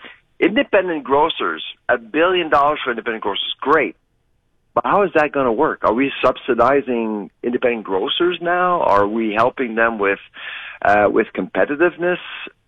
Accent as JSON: {"language": "English", "region": "Quebec", "country": "Canada", "said": "I'm from Quebec"}